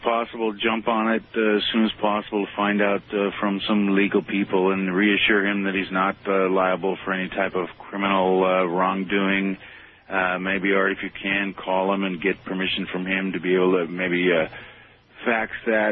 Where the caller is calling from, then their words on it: Mount Shasta, California, United States; I'm calling from the Mount Shasta area.